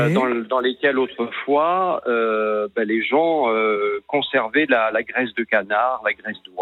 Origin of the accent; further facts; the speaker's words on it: Nouvelle-Aquitaine, France; born there; now in Paris, France; Écoutez, moi je suis en Gironde, qui est ma terre natale.